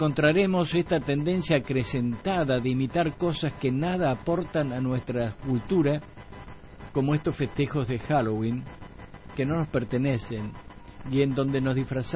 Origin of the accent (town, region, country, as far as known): Argentina